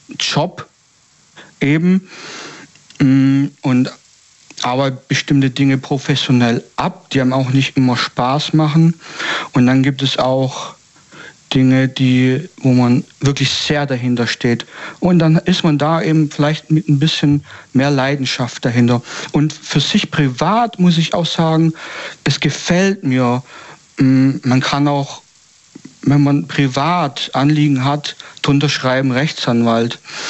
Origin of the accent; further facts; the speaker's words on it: Stuttgart, Baden-Württemberg, Germany; Ja, ich komme aus der Gegend Stuttgart. Also, das ich sag jetzt mal so grob.